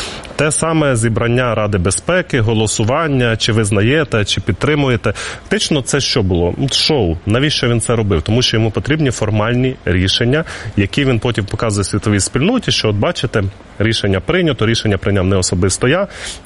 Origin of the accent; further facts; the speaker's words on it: Odesa Oblast, Ukraine; Я з Одеської